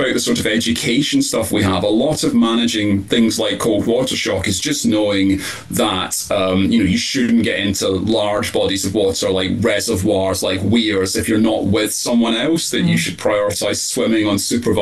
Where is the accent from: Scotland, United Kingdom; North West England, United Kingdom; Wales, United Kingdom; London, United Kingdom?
Scotland, United Kingdom; I'm from Scotland. We've definitely had a cool climate. I grew up shivering most of the time.